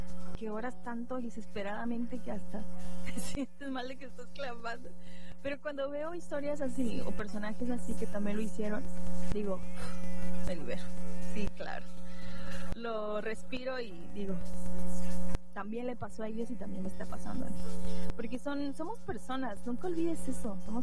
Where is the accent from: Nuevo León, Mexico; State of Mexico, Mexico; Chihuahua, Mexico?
Nuevo León, Mexico; Monterrey; Yo soy regia